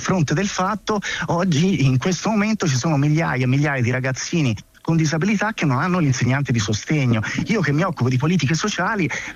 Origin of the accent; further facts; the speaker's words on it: Prato, Tuscany, Italy; now in Rome, Italy; io sono originario di Prato, che è, come sapete, uno dei casi nazionali in cui ci sono più stranieri assieme a Milano